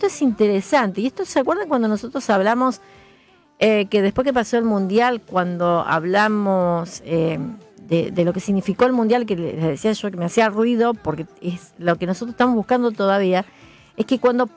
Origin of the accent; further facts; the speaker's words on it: Argentina; esa identidad de que somos argentinos